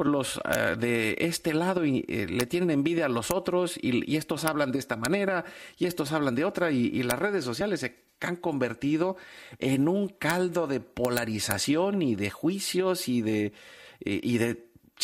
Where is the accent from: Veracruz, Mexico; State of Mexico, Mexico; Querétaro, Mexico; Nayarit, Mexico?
Veracruz, Mexico; moved away; also born or lived in Yucatán; en Yucatán, donde nosotros vivimos muchos años. Yo me crié en Veracruz, que es más o menos en el Golfo